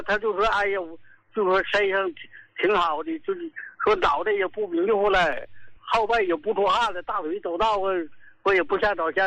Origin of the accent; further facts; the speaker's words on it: Qinhuangdao, Hebei, China; 我老伴和我们都是秦皇岛的人士。